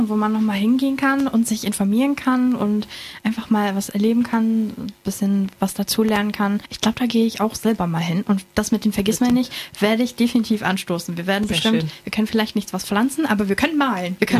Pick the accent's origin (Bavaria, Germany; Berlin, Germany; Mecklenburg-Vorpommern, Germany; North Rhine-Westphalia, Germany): Mecklenburg-Vorpommern, Germany; Neubrandenburg; weil ich komme aus Neubrandenburg